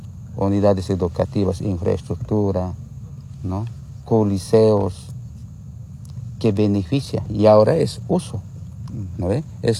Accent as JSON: {"language": "Spanish", "country": "Bolivia", "said": "Nosotros como pueblo boliviano incluso hemos aceptado la subvención que se levante, ¿no ve?"}